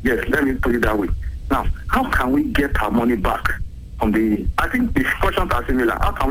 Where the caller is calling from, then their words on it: Ibadan, Oyo, Nigeria; I'm coming from Mokola.